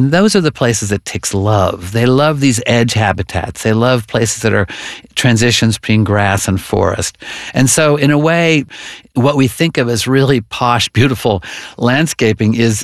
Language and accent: English; Oklahoma, United States; You know, when I was growing up, I grew up in Oklahoma, and I remember the kind of primal horror of being an eight-year-old and putting your fingers through your hair and finding a giant bloated tick in your head.